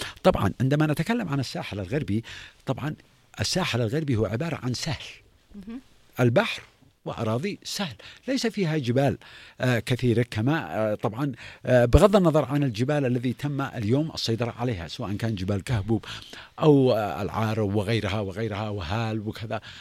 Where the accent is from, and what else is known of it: Yemen; now in Sanaa, Yemen